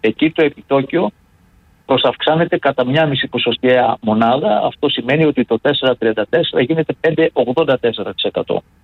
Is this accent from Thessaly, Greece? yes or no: no; Spetses, Attica, Greece; Έχετε επαφή από τις Σπέτσες? Έχετε επαφή με το νησί μου?